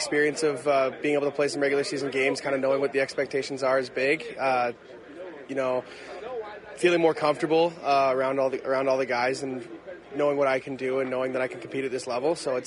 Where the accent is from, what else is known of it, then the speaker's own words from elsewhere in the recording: Burlington, Ontario, Canada; Burlington, Ontario. Grew up.